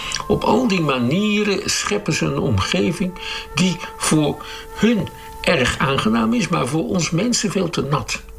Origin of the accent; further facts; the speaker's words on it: Netherlands; wij zijn als Nederlanders best trots op hoe wij het water weten te beheersen.